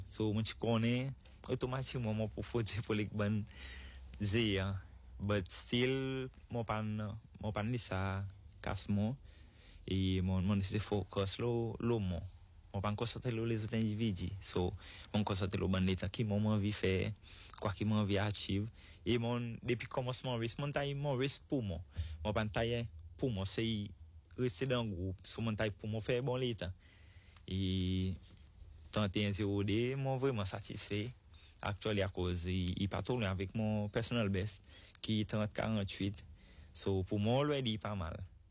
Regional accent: Kenya; French is a second language; Par exemple, je suis du Kenya.

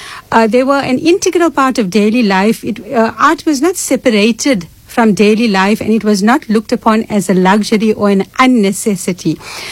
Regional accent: Johannesburg, Gauteng, South Africa; moved away as an adult; now in Cape Town, South Africa; that's an … surname. Mm. So I'm from Johannesburg originally, but I've been living here for 26 years now, alhamdulillah.

